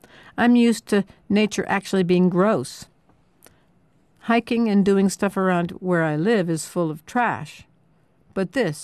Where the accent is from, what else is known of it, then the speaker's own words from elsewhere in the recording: United States; I'm an Indian, after all.